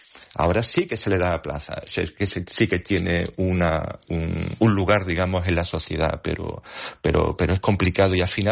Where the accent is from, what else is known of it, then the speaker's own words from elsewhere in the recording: Ceuta, Spain; yo me considero africano, que para eso Ceuta está en África